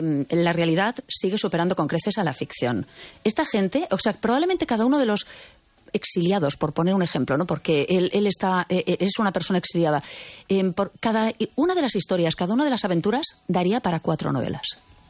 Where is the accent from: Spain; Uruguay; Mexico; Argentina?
Spain; A Coruña, Galicia; moved away as an adult; now in Rías Baixas, Spain; Yo soy coruñesa, estoy afincada ahora en las Rías Baixas